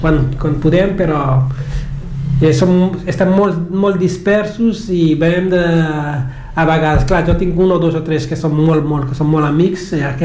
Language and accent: Catalan; Cape Verde; first language Cape Verdean Creole; Catalan is a second language; now in Barcelona, Spain